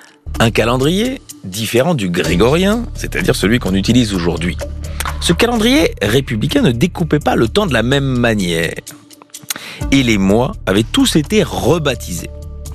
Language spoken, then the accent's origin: French; Belgium; Je suis belge moi, vous savez.